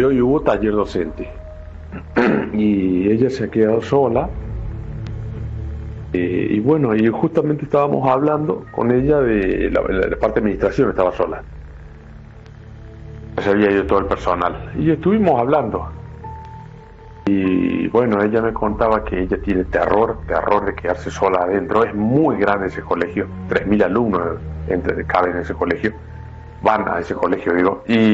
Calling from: Córdoba, Argentina; los escucho desde Córdoba Capital.

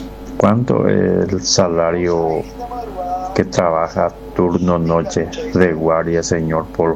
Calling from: Ciudad del Este, Alto Paraná, Paraguay; Te saluda de Ciudad del Este.

